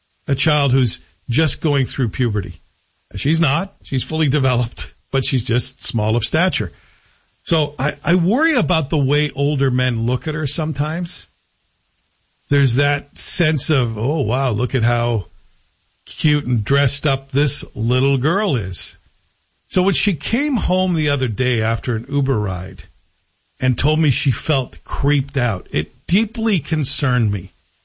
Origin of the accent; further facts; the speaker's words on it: Canada; I was proud to see a fellow Canadian